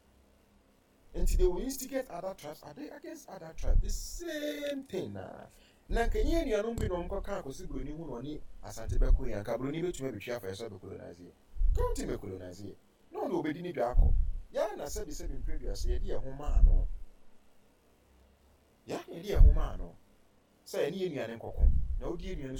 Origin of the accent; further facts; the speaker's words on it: Ghana; I am proud as a Ghanaian in so many ways.